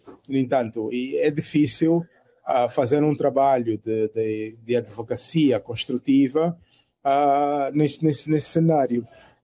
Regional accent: Angola; eu tenho como cidadão angolano, e eu penso que nenhum angolano deve permitir com que isso aconteça.

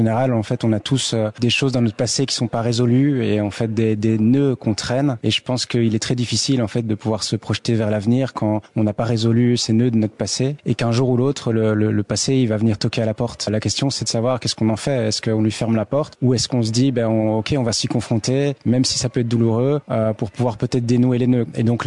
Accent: Belgium; born there; Moi, je suis né en Belgique. Mon père est né au Rwanda et donc il a voulu m'amener là-bas pour que je découvre un petit peu mon pays d'origine.

